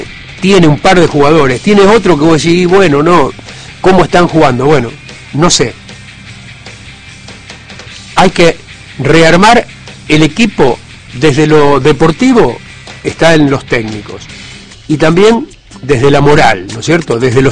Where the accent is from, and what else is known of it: Rosario, Santa Fe, Argentina